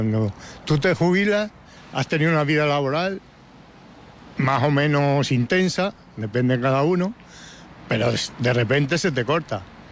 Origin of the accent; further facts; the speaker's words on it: El Arenal, Castile and León, Spain; En los años 50, me emociono. Mi pueblo emigró a Francia.